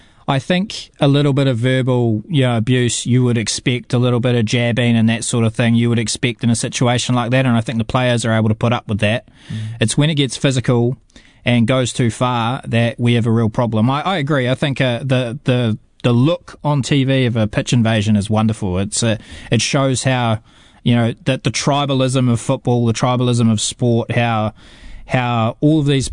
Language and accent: English; Kapiti, Wellington, New Zealand; I've got a soft spot in my heart for Hearts, only because growing up in Kapiti, I played for the Raumati Hearts.